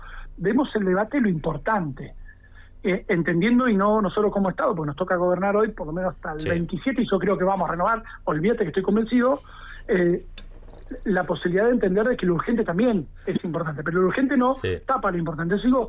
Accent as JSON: {"language": "Spanish", "town": "Pico Truncado", "region": "Santa Cruz", "country": "Argentina", "said": "yo soy de Pico Truncado"}